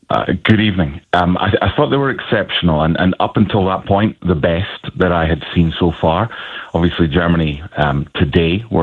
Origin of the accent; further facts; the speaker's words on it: Scotland, United Kingdom; Well, speaking as a Scotsman, I'm going to try and put on a neutral perspective